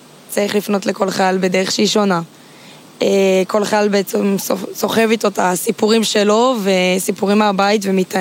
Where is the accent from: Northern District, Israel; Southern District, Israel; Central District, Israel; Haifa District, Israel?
Haifa District, Israel; Sdot Yam; גדלתי בים, ככה ההורים שלי השרישו. הייתי הולכת הרבה לשדות ים, לחוף שם, גדלתי שם.